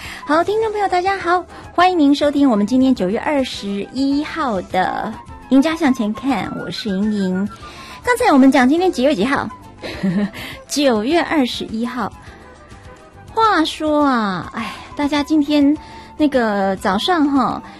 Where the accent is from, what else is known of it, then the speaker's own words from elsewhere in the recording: Taiwan; 所以我们台湾人就是也是处变不惊啊